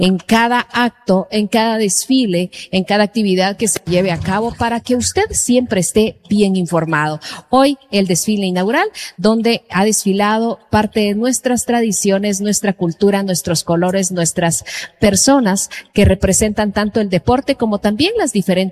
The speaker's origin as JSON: {"language": "Spanish", "region": "Huehuetenango", "country": "Guatemala", "said": "de lo que nosotros somos como guatemaltecos, de lo que nosotros somos como huehuetecos"}